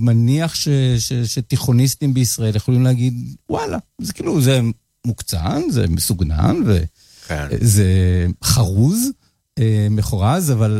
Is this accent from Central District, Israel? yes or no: yes; Rishon LeZion, Central District, Israel; אני במקור מראשון.